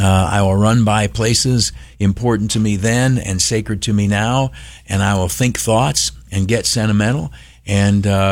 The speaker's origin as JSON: {"language": "English", "country": "United States", "tie": "born or raised there", "moved": "yes", "said": "my hometown, Canastillo."}